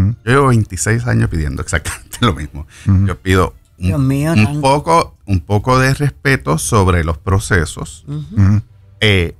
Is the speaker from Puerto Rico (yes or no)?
yes; Puerto Rico; Nosotros nos orgullecemos cada vez que decimos, ah, somos de Puerto Rico